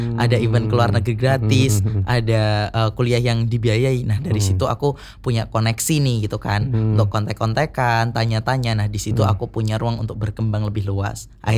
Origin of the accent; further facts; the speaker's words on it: Central Java, Indonesia; moved away as an adult; also born or lived in Surabaya; Aku asalnya Jawa Tengah.